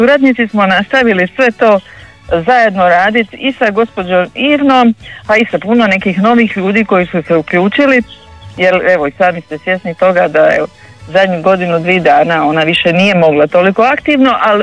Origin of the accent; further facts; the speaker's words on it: Kaštela, Split-Dalmatia County, Croatia; ovdje kod nas u Kaštelima